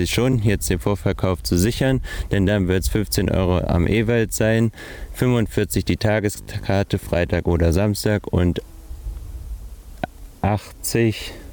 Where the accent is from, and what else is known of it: Wichte, Hesse, Germany; born or raised there